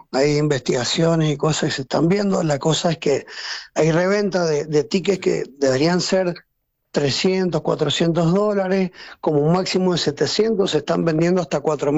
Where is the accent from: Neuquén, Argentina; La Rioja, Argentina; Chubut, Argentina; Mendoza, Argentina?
Mendoza, Argentina; moved away